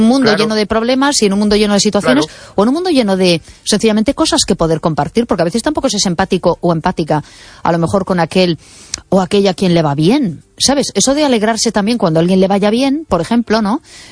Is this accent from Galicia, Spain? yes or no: yes; A Coruña, Galicia, Spain; now in Mos, Spain